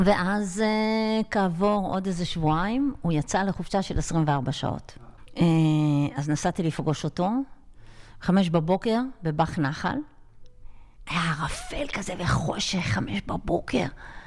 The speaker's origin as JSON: {"language": "Hebrew", "town": "Kfar Giladi", "region": "Northern District", "country": "Israel", "tie": "born there", "said": "אני נולדתי פה, אמא שלי נולדה פה, שום כוונה לא הייתה לי ללכת מפה."}